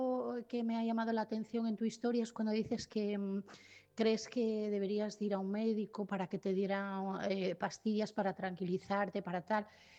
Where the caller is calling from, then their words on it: Asturias, Spain; de Asturias